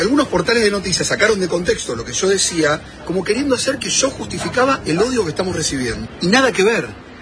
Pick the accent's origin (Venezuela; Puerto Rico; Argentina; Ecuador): Argentina; autocrítica como argentino